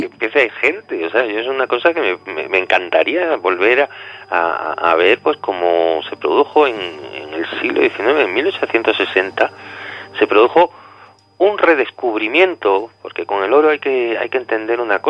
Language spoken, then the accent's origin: Spanish; Granada, Andalusia, Spain; yo el primero, siendo granadino y siendo de aquí y habiéndome criado en Granada